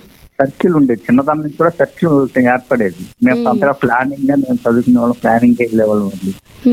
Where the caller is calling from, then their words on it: Eluru, Andhra Pradesh, India; మాది ఏలూరు అండి.